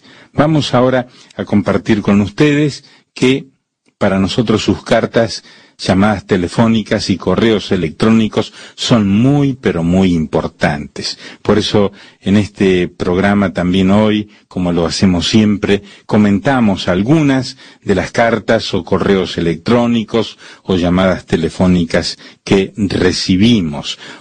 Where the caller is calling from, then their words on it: La Guaira, Vargas, Venezuela; soy de Venezuela, estado Vargas, La Guaira, San Antonio, calle 9, casa 36, código postal 1166.